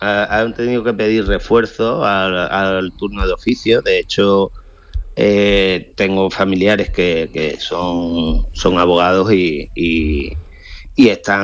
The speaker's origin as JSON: {"language": "Spanish", "region": "Ceuta", "country": "Spain", "said": "estando aquí en la ciudad y soy de aquí, de Ceuta, y tenemos unos 84.000 habitantes."}